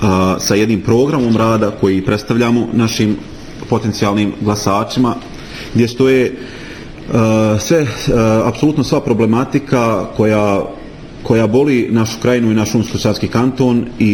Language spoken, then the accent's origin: Bosnian; Bihać, Federation of Bosnia and Herzegovina, Bosnia & Herzegovina; dolazim iz Bihaća